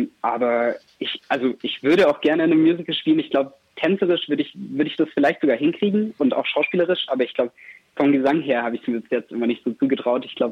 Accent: Reutlingen, Baden-Württemberg, Germany; accent: Swabian; Ich komme aus Reutlingen, ganz genau. Ah. Also da die Gegend, genau. Und von daher, ich kann Schwäbisch, aber es ist sehr eingerostet. Also ich lebe ja auch lange nicht mehr zu Hause.

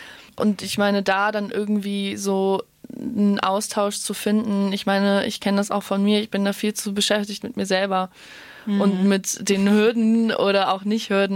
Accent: Hamburg, Germany; das erste Mal, wo ich wirklich den Sommer über nicht in meiner Heimatstadt war, echt? Also in Hamburg.

